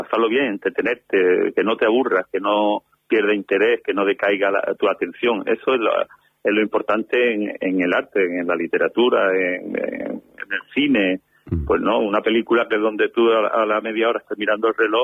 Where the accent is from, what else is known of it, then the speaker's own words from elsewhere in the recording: Málaga, Andalusia, Spain; born there; con relaciones que han tenido con Málaga, mi ciudad natal, y Linares.